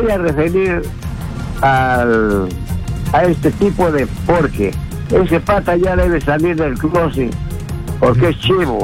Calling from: Lima, Peru; Sí, yo llamo del distrito de Surquillo.

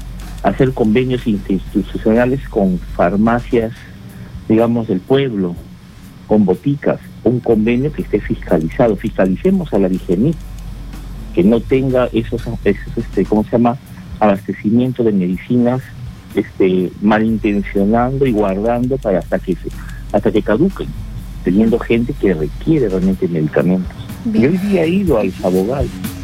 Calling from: Callao, Peru; Vengo del Callao.

